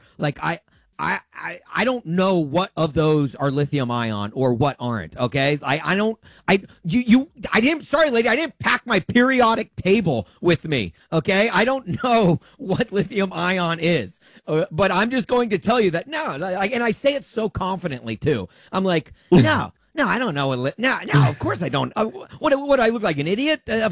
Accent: Nashville, Tennessee, United States; moved away; I flew to my hometown, Nashville, this past week.

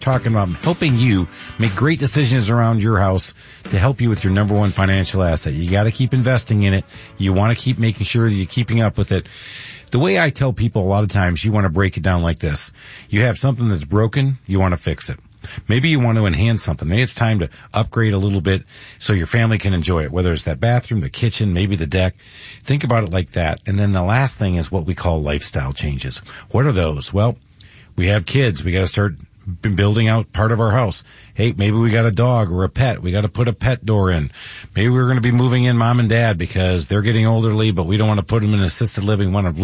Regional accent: Michigan, United States; is that I grew up in Michigan, Rob grew up in Tennessee

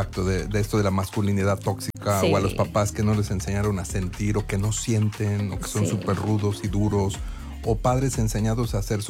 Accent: Mexico; creo, como sociedad mexicana, o al menos soy optimista en lo que voy encontrando en el consultorio

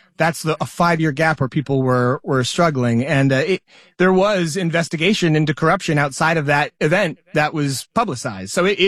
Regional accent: Rhode Island, United States; I'm from Rhode Island. My family's from here.

